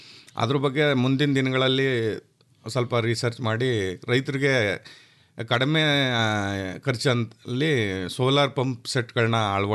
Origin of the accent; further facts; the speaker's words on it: Dinka, Karnataka, India; ನಂದು ಮಂಡ್ಯ ಜಿಲ್ಲೆ ಪಾಂಡವಪುರ ತಾಲೂಕು ಡಿಂಕಾ ಗ್ರಾಮದಲ್ಲಿ ಇದ್ದದ್ದು. ನಂದು ಬಾಲ್ಯದ ಎಜುಕೇಷನ್ ಎಲ್ಲ ಡಿಂಕಾ ಗ್ರಾಮದಲ್ಲೇ ಆಗಿದೆ. ಮತ್ತು ನಮ್ಮದು ಕೃಷಿ ಪ್ರಧಾನ ಕುಟುಂಬದಿಂದ ಬಂದು